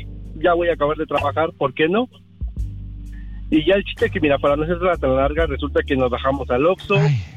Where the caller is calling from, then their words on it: Mexico City, Mexico; sí soy de estos rumbos